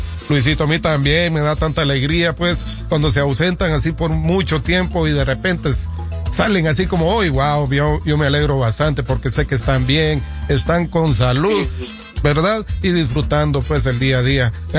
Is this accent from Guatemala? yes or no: yes; Guatemala; Ahora que fui a Guatemala para enero, en la feria de mi pueblo estuvo … estuvo ahí tocando.